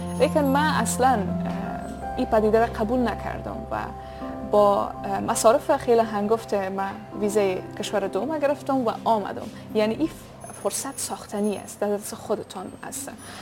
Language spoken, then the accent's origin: Persian; Afghanistan; بلخص از جایم که در خود افغانستان هستم، چون که هم نوم در خود وطنم هستن